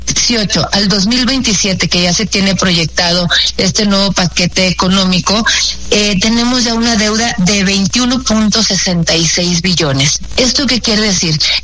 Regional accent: Mexico; que es lo que más nos importa a nosotros como mexicanos.

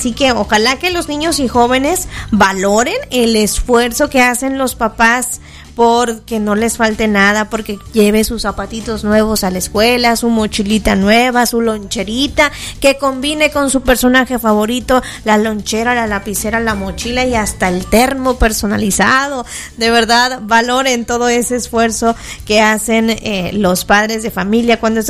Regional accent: Mexico; como todo mexicano dejamos todo a última hora.

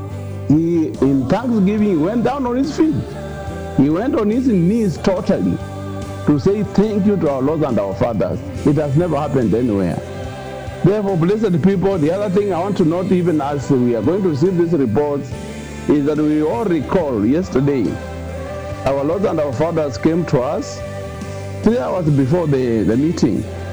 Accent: Kenya; I've been so ashamed as a Kenyan

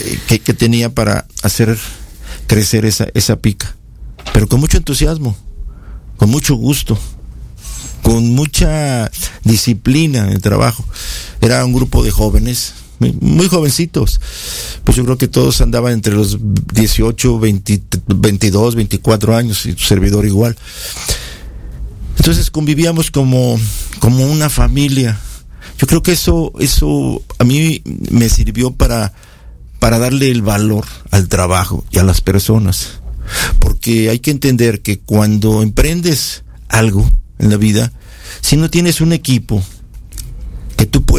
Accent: León, Guanajuato, Mexico; nací en León, 7 de noviembre de 1953, precisamente en el barrio de San Juan de Dios. Y ahí, en esa zona, viví 23 años.

